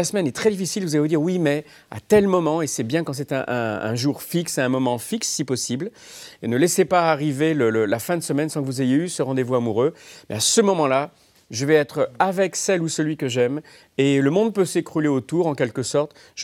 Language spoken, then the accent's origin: French; France